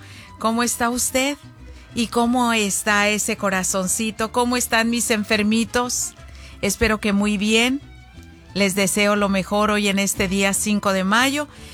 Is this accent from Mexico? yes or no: yes; Mexico; moved away